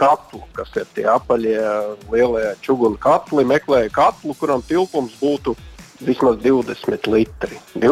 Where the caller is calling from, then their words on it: Ķekava, Riga Planning Region, Latvia; pat es no Ķekavas